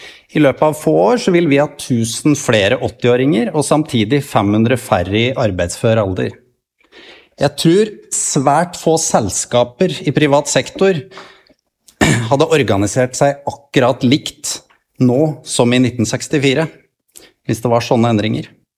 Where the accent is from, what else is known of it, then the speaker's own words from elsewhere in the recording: Kolbu, Innlandet, Norway; now in Lena, Norway; Jeg kommer fra Kolbu. Og selv om Kolbu ble nedlagt som kommune i 64, så kaller jeg meg fortsatt Kolbing.